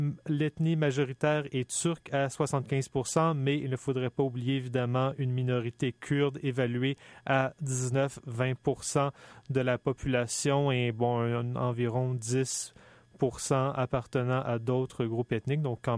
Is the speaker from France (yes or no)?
no; Boucherville, Quebec, Canada; je viens de Boucherville qui a mené une rude lutte pour défusionner de Longueuil.